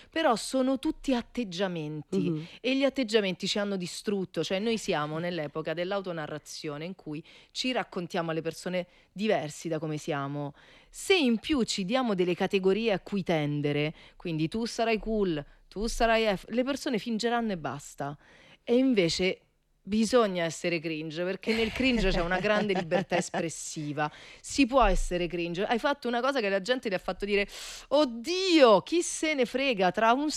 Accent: Rome, Lazio, Italy; also born or lived in Milan; Poi sono arrivata a Roma, cioè, tornata a Roma, io sono romana.

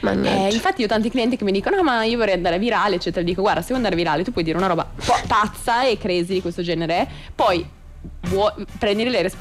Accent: Asti, Piedmont, Italy; moved away as an adult; now in Milan, Italy; No, io in realtà sono originaria di Asti, quindi

